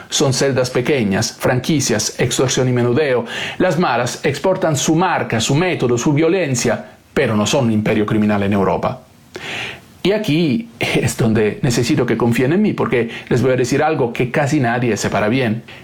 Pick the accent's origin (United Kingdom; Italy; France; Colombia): Italy; Apulia; first language Italian; Spanish is a second language; moved away; Yo vengo de Apulia, la vecina de Alaro de Calabria.